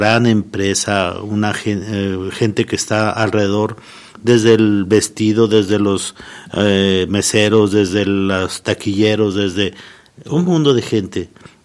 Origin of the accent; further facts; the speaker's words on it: Guadalajara, Jalisco, Mexico; yo nací en Guadalajara, Jalisco, y mis abuelos y mis padres nos llevaban desde muy pequeños a mis hermanos y a mí a la Plaza Nuevo Progreso.